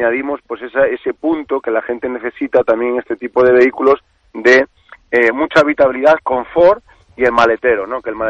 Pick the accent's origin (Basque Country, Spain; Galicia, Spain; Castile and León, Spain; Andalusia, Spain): Galicia, Spain; Yo como gallego...